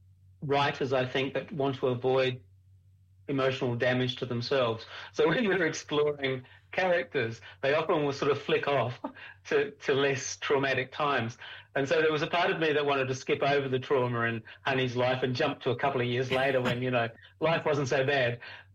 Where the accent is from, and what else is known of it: Adelaide, South Australia, Australia; moved away as an adult; now in New Zealand